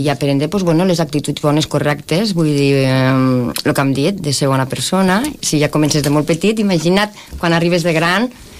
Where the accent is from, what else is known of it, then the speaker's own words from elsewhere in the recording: Tortosa, Catalonia, Spain; Jo sóc de Tortosa.